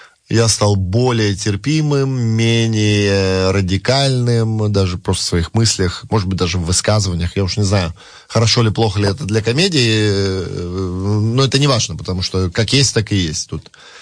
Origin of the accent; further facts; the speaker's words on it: Moscow, Russia; moved away; Мы приехали, еще раз говорю, из Москвы, из той России, из той Москвы, я не знаю, как сейчас, где все было четко, где все капец как работало